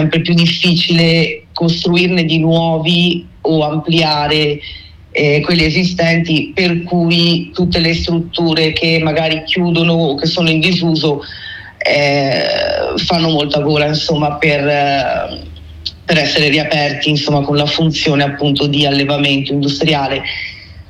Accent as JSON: {"language": "Italian", "region": "Veneto", "country": "Italy", "moved": "yes", "said": "vengo dal Veneto, ho conosciuto il mio compagno che abitava qui vicino"}